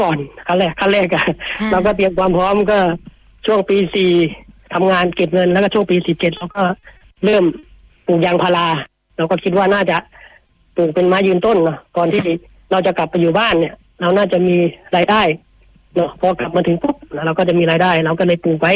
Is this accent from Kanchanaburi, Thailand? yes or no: yes; Kanchanaburi, Thailand; moved away as an adult; also born or lived in Bangkok; now in Chiang Rai, Thailand; ผมเป็นภูมิลำเนานะครับอยู่ที่จังหวัดกาญจนบุรีนะครับเกิดเป็นคนกาญจนบุรีแล้วก็ได้ไปทำงานที่กรุงเทพมหานครนะครับหลังจากเรียนจบก็ไปทำงานที่กรุงเทพมหานคร